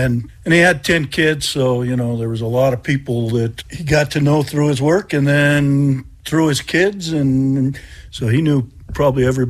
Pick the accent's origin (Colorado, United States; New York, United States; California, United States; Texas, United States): Colorado, United States; Salida; I was born and raised in Salida, and I lived at the Mesa all through school until I graduated high school